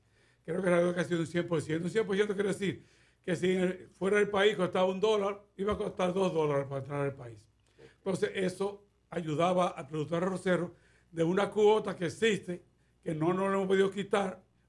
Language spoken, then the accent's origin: Spanish; Dominican Republic